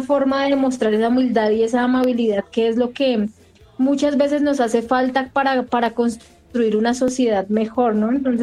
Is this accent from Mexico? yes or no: no; Colombia; nosotros como colombianos o latinos somos muy, muy calurosos, muy amables, muy sencillos, muy dados a los demás